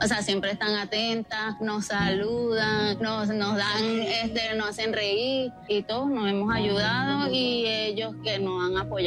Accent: La Guaira, Venezuela; Soy de aquí de Maredo, de los edificios que colapsaron el 24 de junio con el terremoto.

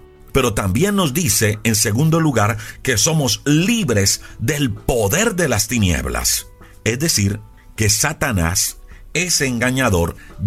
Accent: Colombia

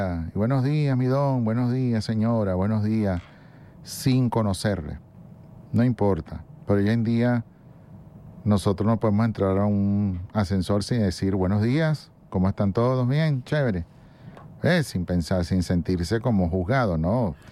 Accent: Venezuela; Así somos, la juventud, todo, toda Venezuela. Así somos los venezolanos

